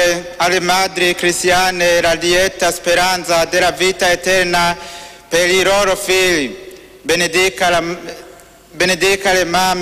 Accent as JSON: {"language": "Italian", "country": "Burundi", "second_language": "Italian", "moved": "as an adult", "lives_now": "Italy", "said": "vengo dal Burundi e sono qui soprattutto nella parrocchia Santa Lucia come un sacerdote fidei donum."}